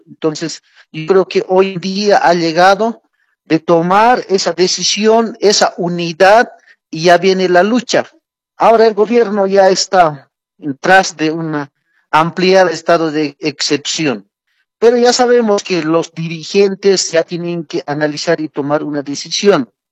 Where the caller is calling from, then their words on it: El Alto, La Paz, Bolivia; siento como boliviano, como alteño